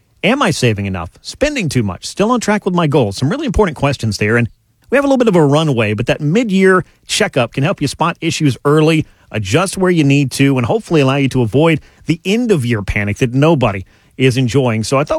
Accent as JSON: {"language": "English", "region": "Georgia", "country": "United States", "tie": "born or raised there", "said": "I grew up in South Georgia, so we would just try to get away a little bit."}